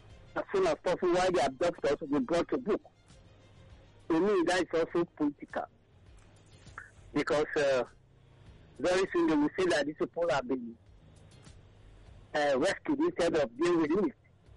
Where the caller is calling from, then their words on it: Nigeria; I'm calling from Abanja in Ikoto.